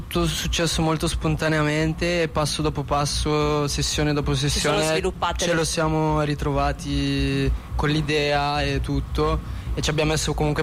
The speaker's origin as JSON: {"language": "Italian", "area": "Brescia", "region": "Lombardy", "country": "Italy", "said": "io vengo dalla Valtrompia, qua a Brescia"}